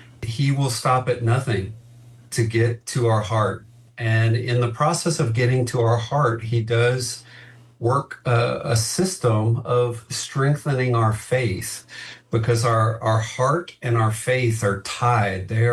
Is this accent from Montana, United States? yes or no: no; Louisiana, United States; I grew up in South Louisiana, where we do not stand and face hurricanes.